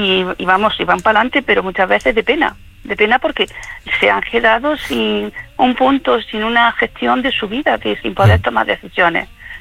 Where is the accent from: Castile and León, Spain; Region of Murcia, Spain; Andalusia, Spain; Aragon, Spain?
Andalusia, Spain; Jaén; No, soy enfermera de aquí, de Jaén.